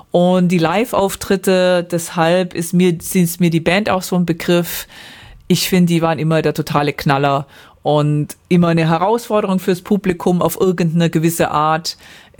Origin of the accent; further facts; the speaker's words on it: Baden-Württemberg, Germany; moved away; also ich komme aus der Nähe von Ulm